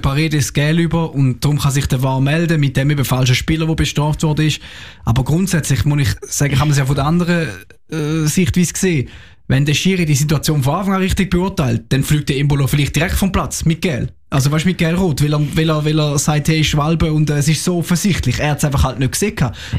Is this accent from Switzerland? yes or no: yes; Switzerland; dann muss man halt auch als Schweizer dann die Schweizer Brille abziehen